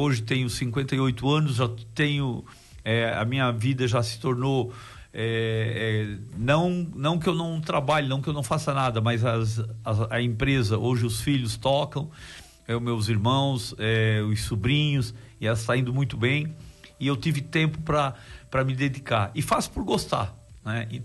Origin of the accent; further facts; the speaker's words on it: Timbé do Sul, Santa Catarina, Brazil; moved away as an adult; also born or lived in Turvo; Eu tenho 58 anos, sou natural de Timbé do Sul, lá na divisa, a 285, que sobe a serra, faz a divisa com o Rio Grande do Sul, Timbé, uma cidade pequena, 5 mil habitantes, mas é a cidade de trabalho.